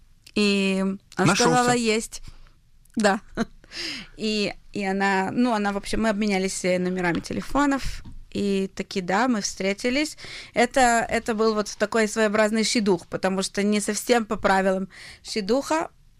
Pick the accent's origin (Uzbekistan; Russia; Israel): Israel; moved away as an adult; now in France; я из Израиля, я еврейка